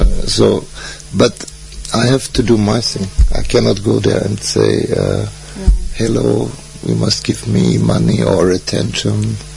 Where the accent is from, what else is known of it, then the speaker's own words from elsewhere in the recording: Austria; I grew up in Austria, so when I was 15, I go to Egypt the first time.